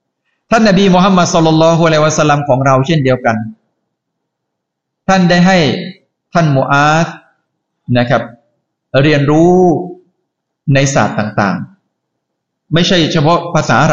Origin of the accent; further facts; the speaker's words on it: Songkhla, Thailand; moved away as an adult; now in Bangkok, Thailand; เกิดที่สงขลาเติบโตที่สงขลา